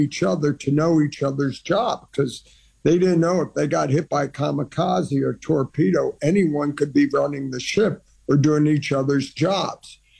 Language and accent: English; Iran; born or raised there